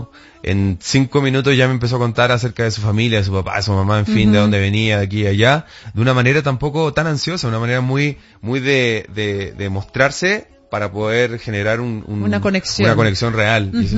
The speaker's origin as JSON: {"language": "Spanish", "town": "Santiago", "region": "Santiago Metropolitan Region", "country": "Chile", "said": "Entonces yo siempre tendría que decir, o lo más probable es que diga, vengo de Santiago de Chile."}